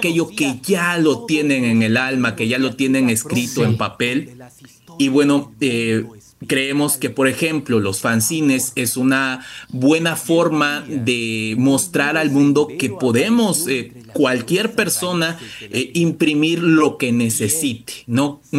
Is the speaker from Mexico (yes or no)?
yes; Veracruz, Mexico; Somos todos veracruzanos